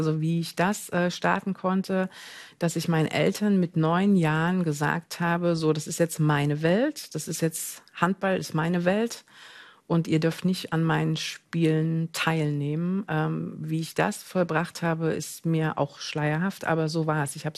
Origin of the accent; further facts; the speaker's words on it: East Germany, Germany; ich bin halt im Osten groß geworden